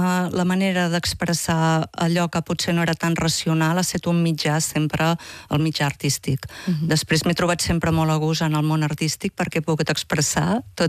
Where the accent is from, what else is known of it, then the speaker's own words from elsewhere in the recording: Tona, Catalonia, Spain; born there; Vaig néixer a Tona i en aquests moments visc a Tona, també, des de fa uns anys.